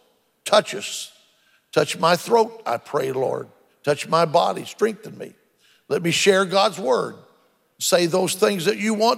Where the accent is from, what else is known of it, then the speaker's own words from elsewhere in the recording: Bartlesville, Oklahoma, United States; moved away as an adult; also born or lived in Waxahachie, Texas; It was the year of 1962. I had left my hometown of Bartlesville, Oklahoma, and had driven to Waxahachie, Texas, where I'd never been before